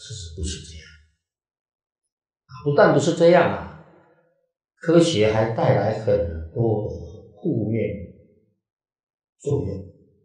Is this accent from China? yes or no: yes; China; 我们中国人啊，使用语言文字喜欢简单啊